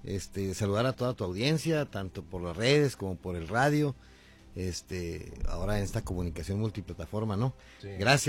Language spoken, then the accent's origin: Spanish; Ciudad Juárez, Chihuahua, Mexico; Juárez, aparte pues de que es mi tierra y yo la quiero mucho y la amo profundamente esta ciudad, pues aquí también estamos muchos juarenses, muchos chihuahuenses